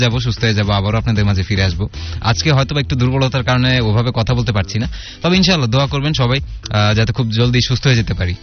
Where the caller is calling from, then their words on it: Rangpur, Rangpur Division, Bangladesh; আসসালামু আলাইকুম ভাই, কেমন আছেন? … আমি সবসময় শুনতে পারি না